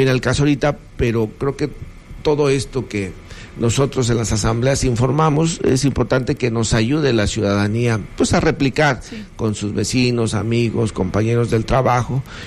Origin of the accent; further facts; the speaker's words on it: Mexico; porque lo que nos corresponde como mexicanos y mexicanos, pues es un tema de la vida pública y de la vida política de esta nación